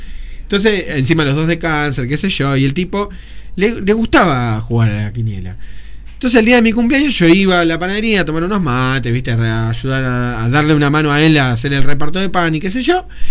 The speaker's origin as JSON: {"language": "Spanish", "town": "General Rodríguez", "region": "Buenos Aires Province", "country": "Argentina", "tie": "born or raised there", "said": "soy nacido y criado en General Rodríguez."}